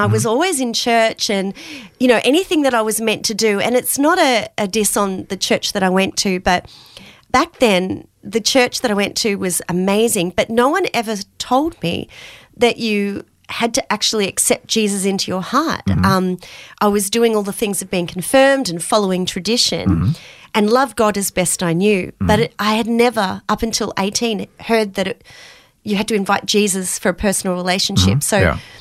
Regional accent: Romsey, Victoria, Australia; also born or lived in Melbourne; And I grew up in Romsey, which is about an hour out of Melbourne in rural. It was beautiful. And then I went to high school. We came back to Melbourne.

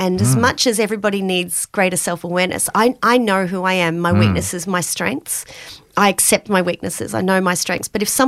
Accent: Romsey, Victoria, Australia; also born or lived in Melbourne; And I grew up in Romsey, which is about an hour out of Melbourne mm-hmm. in rural. It was beautiful.

